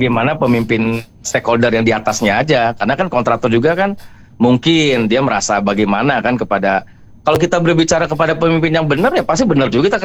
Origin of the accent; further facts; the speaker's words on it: West Java, Indonesia; Saya warga Bogor Barat khususnya di sini